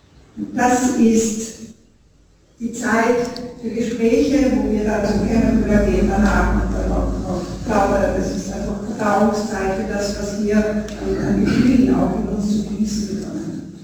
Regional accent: Spital am Pyhrn, Upper Austria, Austria; Also ich habe meine gesamte Kindheit und meine Jugend im Spital am Hürn verbracht.

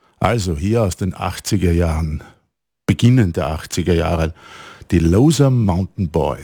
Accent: Styria, Austria; So, nun verlassen wir meine Heimat, das Ennstal, und gingen ein Stück weiter ins Ausseerland.

